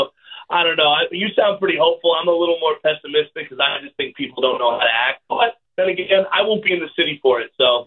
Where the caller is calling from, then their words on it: Bergenfield, New Jersey, United States; I'm in the North Jersey area